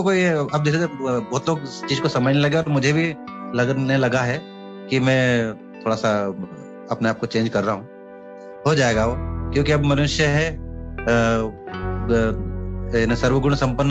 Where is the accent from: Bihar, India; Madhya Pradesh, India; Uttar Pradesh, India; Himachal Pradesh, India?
Madhya Pradesh, India; born there; moved away; मुश्किल से मेरा गांव 20 किलोमीटर भी नहीं है